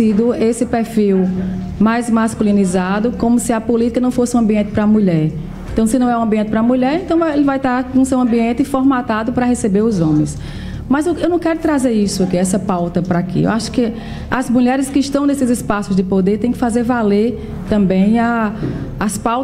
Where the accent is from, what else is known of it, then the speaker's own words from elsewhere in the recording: Paraíba, Brazil; Eu venho lá do sertão da Paraíba, do piso duro e do sol quente.